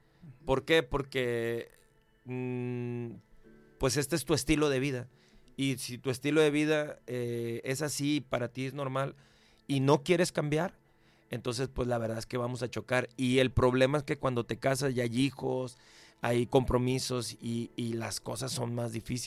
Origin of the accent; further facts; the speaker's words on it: Mexico; Pero yo creo que aquí nosotros como mexicanos y en nuestra cultura de acá de América... realmente tenemos esa bendición de la etapa del noviazgo.